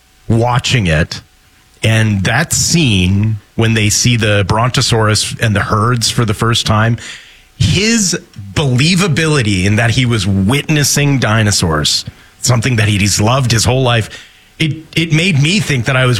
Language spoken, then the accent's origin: English; Canada; So, yeah, I would say zombie, especially as a Canadian, zombie's the most survivable.